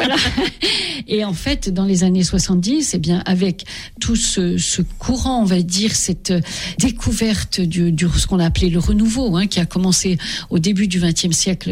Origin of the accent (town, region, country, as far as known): France; born or raised there